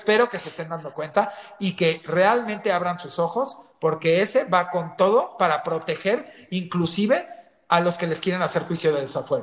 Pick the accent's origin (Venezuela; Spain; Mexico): Mexico; la mayoría de los mexicanos y mexicanas coincidimos